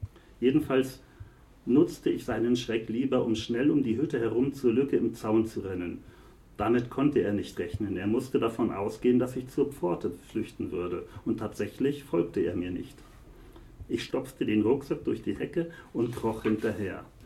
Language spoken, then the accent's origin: German; Northern Germany, Germany; Ich fremdel ja als Norddeutscher mit solchen Begriffen sehr.